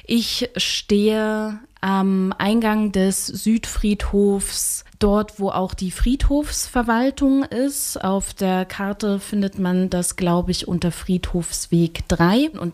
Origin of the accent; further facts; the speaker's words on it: Thuringia, Germany; Also gerade dort, wo ich herkomme, aus Thüringen